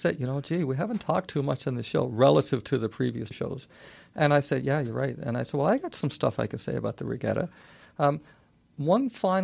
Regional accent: Newfoundland and Labrador, Canada; now in Calgary, Canada; the numerous cultural and other differences between Calgary, Alberta, and where I grew up in Newfoundland.

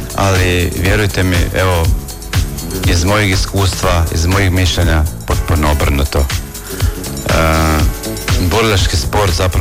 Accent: Croatia; kod nas u Hrvatskoj

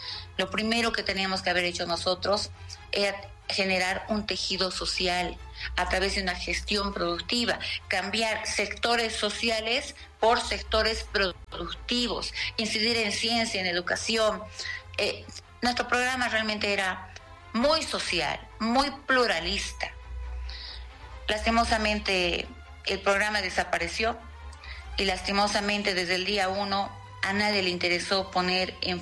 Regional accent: Bolivia; a todos como ciudadanos bolivianos

